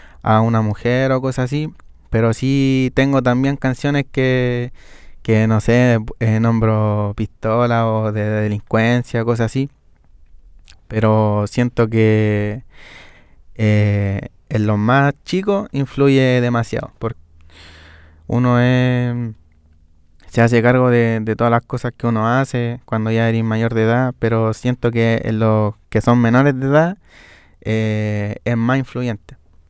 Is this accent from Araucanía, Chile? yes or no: no; Cerro Navia, Santiago Metropolitan Region, Chile; Yo soy de Cerro Navia, entonces una comuna que, o cosas así, pero en sí uno como que todas esas cosas que uno vivió de chico trató de sacarla a una canción